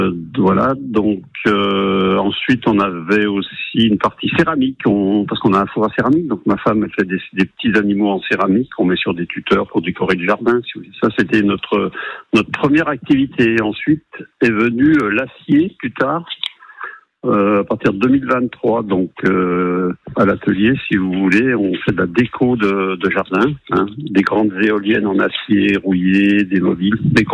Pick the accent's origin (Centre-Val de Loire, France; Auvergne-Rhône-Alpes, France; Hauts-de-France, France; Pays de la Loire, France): Auvergne-Rhône-Alpes, France; now in Sanguinet, France; parce que moi je viens du métier du bois. Quand j'étais jeune, mais pas dans les Landes, en Haute-Savoie. Moi, je suis un ancien exploitant forestier de la Haute-Savoie.